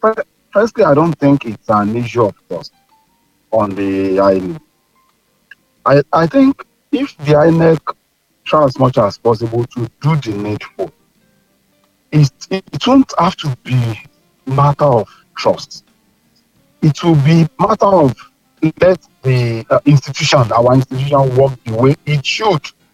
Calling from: Nigeria; I'm calling from Olodun.

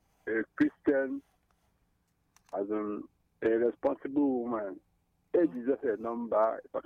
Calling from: Abagana, Anambra, Nigeria; I'm from Anambra.

